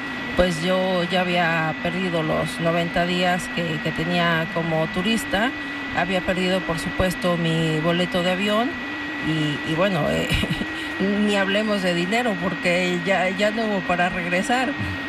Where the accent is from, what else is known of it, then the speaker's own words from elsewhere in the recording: Guadalajara, Jalisco, Mexico; Sí, es correcto, soy tapatía, así es.